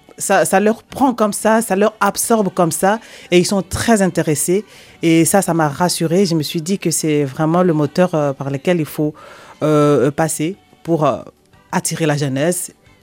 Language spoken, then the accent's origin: French; Kasaï, DR Congo; Ah oui, bien sûr, bien évidemment, parce que je suis du Kassai.